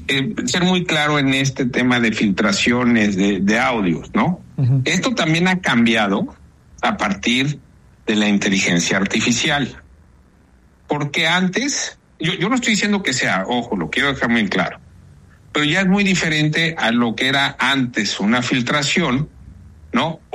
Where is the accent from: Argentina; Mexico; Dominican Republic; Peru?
Mexico; como mexicano, sí estoy sumamente preocupado por mi país.